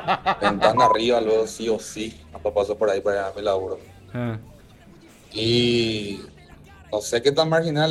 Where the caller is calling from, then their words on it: San Lorenzo, Central, Paraguay; hace un año por ahí me mudé con mi papá. En San Lorenzo.